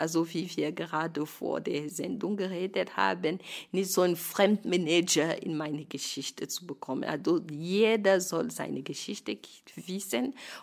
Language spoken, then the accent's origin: German; Cameroon; moved away as an adult; now in Germany; ich als Kind in Kamerun